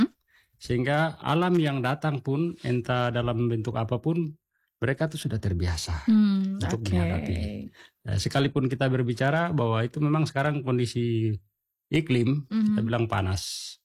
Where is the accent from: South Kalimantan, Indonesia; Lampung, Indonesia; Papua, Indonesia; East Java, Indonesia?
Papua, Indonesia; Sowa; kalau kampung saya, kampung Senayu, Sowa ya, itu kampung Sowa, kita berada di wilayah dusun itu, dusun Senayu.